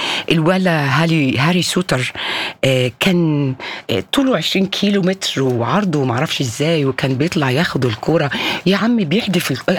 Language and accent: Arabic; Egypt; يعني انسوا أن أنا مصرية، أوكي؟